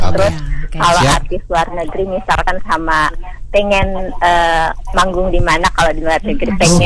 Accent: Depok, West Java, Indonesia; Saya orang Depok.

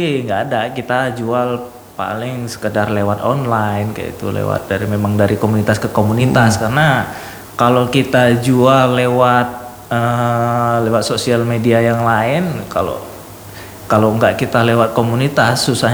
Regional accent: Stabat, North Sumatra, Indonesia; moved away; di kampung halaman saya, kebetulan di Stabat

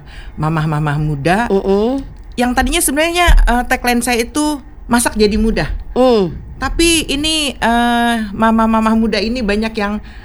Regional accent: Jakarta, Indonesia; born or raised there

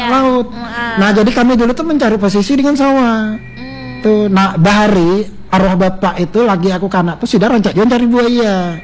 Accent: East Kalimantan, Indonesia; karena bahasa Kutai ini adalah jati diri etam sebagai asli orang Kalimantan Timur.

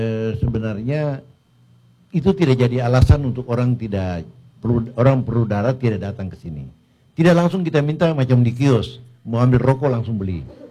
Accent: Indonesia; Yang penting kita sebagai orang Timur ya, orang Indonesia, sopan santun saja perlu mungkin untuk diketahui.

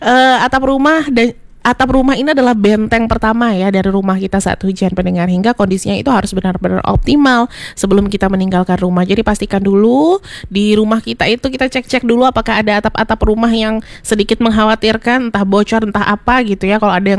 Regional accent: Pontianak, West Kalimantan, Indonesia; kita warga Kota Pontianak dan sekitarnya itu banyak yang mengandalkan air hujan juga

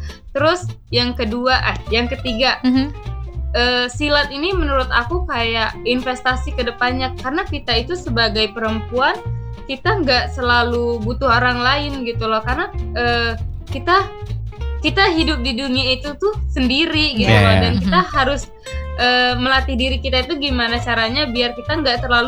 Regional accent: South Sumatra, Indonesia; moved away; Awalnya aku cuman ke Lampung tuh dari Sumatera. Aku awalnya dari Sumatera Selatan.

